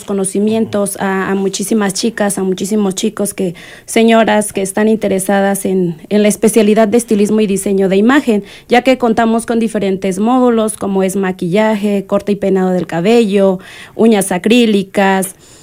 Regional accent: State of Mexico, Mexico; now in Puebla, Mexico; Soy originaria del Estado de México, pero en la actualidad pues radico aquí en el Estado de Puebla.

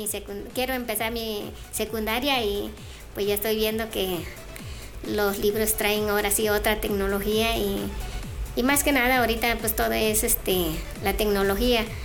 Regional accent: Cuitlaxtepec, Puebla, Mexico; now in Tehuacán, Mexico; yo soy de Cuitlaxtepec, San Antonio Cañada, es mi municipio.

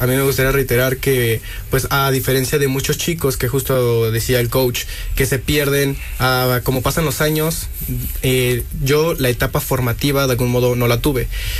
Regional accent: Huejotzingo, Puebla, Mexico; Yo soy de Huejotzingo, Puebla

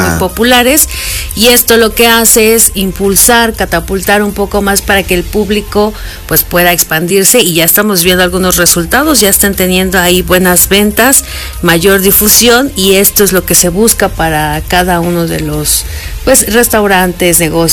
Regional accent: Tlaxcala, Mexico; Y hasta mi tierra natal, mando saludos, mi Tlaxcala.

